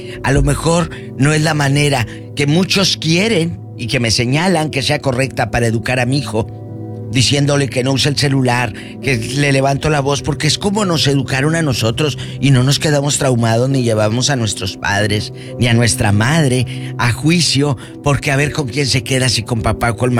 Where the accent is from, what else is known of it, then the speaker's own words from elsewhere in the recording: Matamoros, Tamaulipas, Mexico; En mi tierra, que es una ciudad industrial y de Matamoros, hay muchas fábricas, muchas empresas